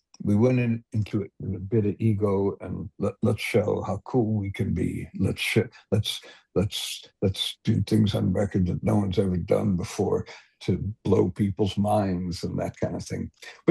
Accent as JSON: {"language": "English", "town": "Detroit", "region": "Michigan", "country": "United States", "tie": "born or raised there"}